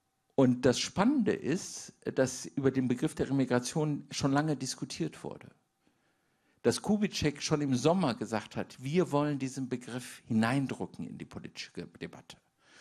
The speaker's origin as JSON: {"language": "German", "town": "Düsseldorf", "region": "North Rhine-Westphalia", "country": "Germany", "said": "Ich komme aus Düsseldorf"}